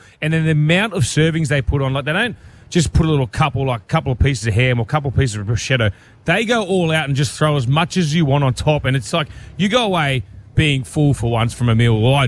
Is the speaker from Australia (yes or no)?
yes; Leichhardt, New South Wales, Australia; Well, Kat, I love my Italian. I grew up in Leichhardt.